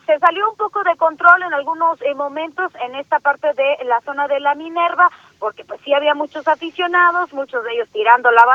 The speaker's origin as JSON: {"language": "Spanish", "country": "Mexico"}